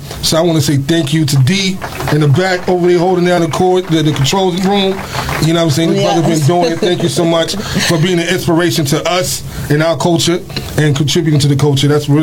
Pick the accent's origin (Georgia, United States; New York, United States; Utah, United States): New York, United States; Harlem; now in Bronx, United States; You already know. I'm from Harlem. End of the day, I'm from Harlem.